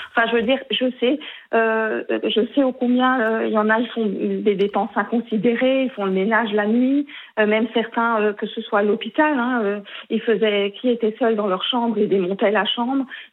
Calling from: Grand Est, France; je suis en Alsace.

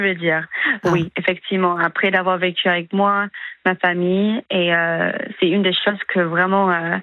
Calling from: Périgueux, Nouvelle-Aquitaine, France; first language English; French is a second language; Et moi, je suis à centre-ville de Périgueux.

